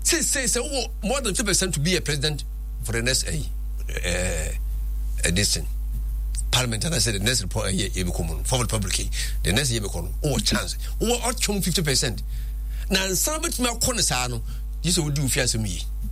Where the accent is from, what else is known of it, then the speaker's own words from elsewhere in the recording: Kenya; Well, I'm from Kenya.